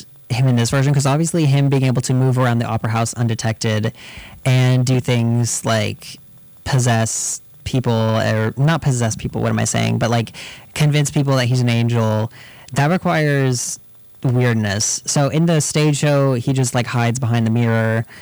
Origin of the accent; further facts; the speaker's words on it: United States; as an American